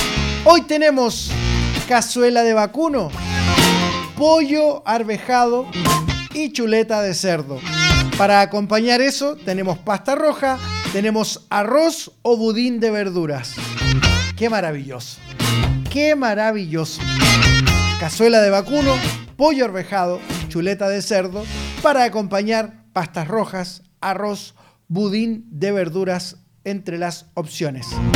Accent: Chile

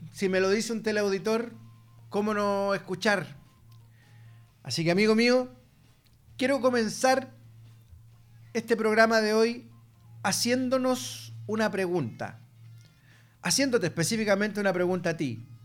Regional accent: Chile; somos chilenos.

